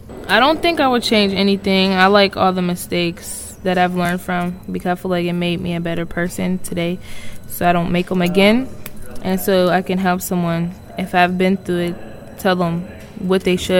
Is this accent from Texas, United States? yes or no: no; Pittsburgh, Pennsylvania, United States; I grew up on the east side in Homewood. It wasn't really a nice neighborhood, but it was a neighborhood. Back in the day, it wasn't as bad as it looks now, but it's still the same.